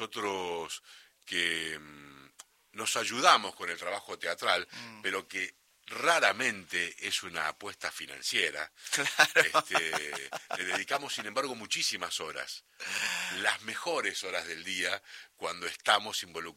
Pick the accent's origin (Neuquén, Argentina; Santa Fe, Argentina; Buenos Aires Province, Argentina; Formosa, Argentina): Santa Fe, Argentina; also born or lived in Córdoba; Yo nací en provincia de Córdoba. Eso te iba a decir. Aunque me crié más en Santa Fe. Bueno, un poco y un poco. Me considero un hombre de la pampa húmeda argentina.